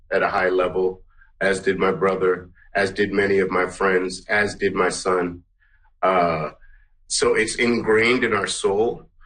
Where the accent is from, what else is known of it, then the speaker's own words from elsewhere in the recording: Guyana; now in Canada; I'm from Guyana, mm-hmm. So and … I'm mixed.